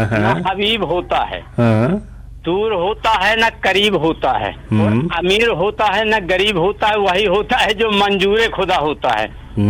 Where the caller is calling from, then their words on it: Satna district, Madhya Pradesh, India; ग्राम कल्पा जिला सतना से हिंदुस्तानी कलाकार … ईडन गार्डन अशोक वाटिका से बोल रहा हूँ